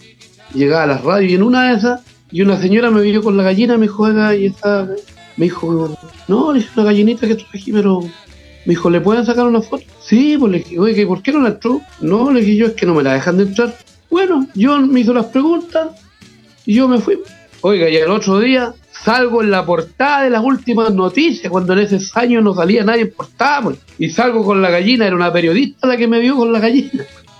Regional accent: Monte Águila, Biobío, Chile; born or raised there

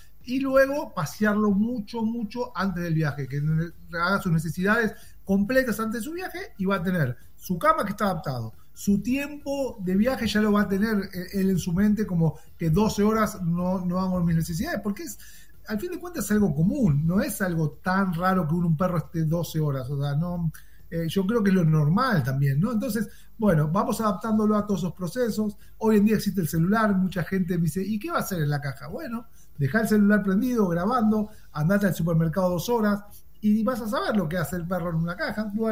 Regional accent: Argentina; now in Miami, United States; argentino e italiano, tengo doble ciudadanía italiana, pero por una cuestión de placer, todos mis abuelos eran italianos

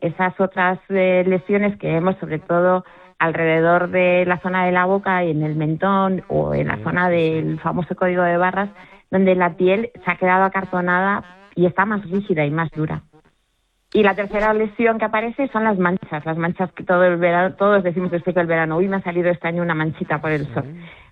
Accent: Spain; Pues mira, lo que pasa es que somos españoles, entonces la mañana pues empieza tarde para nosotros

